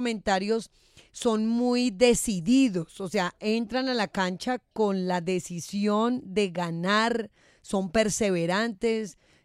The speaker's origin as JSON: {"language": "Spanish", "region": "Boyacá", "country": "Colombia", "said": "en mi tierra querida Boyacá"}